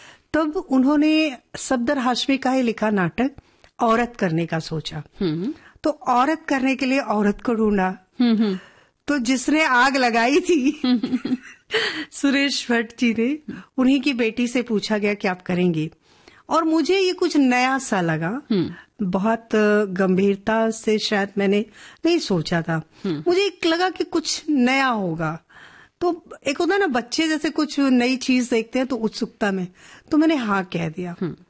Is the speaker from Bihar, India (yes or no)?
yes; Bihar, India; मैं एक बहुत ही रूढ़ीवादी ब्राह्मण फैमिली की लड़की हूं और बिहार बहुत दूर है, गया, नवादा, नालंदा, राजगीर, मैं वहां से हूं।